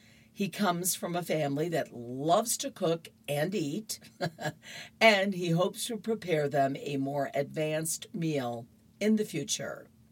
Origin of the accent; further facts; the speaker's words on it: Berkeley, California, United States; also born or lived in Oakland; I grew up here in Berkeley, but was born south of the border in Oakland.